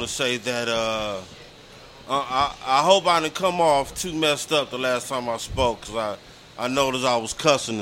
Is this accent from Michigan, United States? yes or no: yes; Detroit, Michigan, United States; But, you know, I'm from Detroit, and that's how we roll, you know what I'm saying? Detroit, house music rocks, baby.